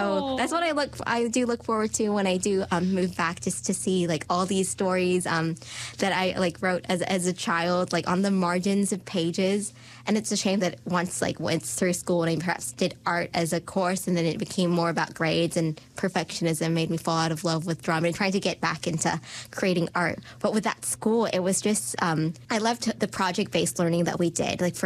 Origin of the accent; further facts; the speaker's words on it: Thailand; English is a second language; also born or lived in Malaysia / Egypt; In my case, I was born in Thailand to Thai parents, but then at around age six, because of my dad's job, we moved to Malaysia and lived there for 4.5 years. And then we moved to Egypt and stayed there for 2.5 years. And then we repatriated to Thailand.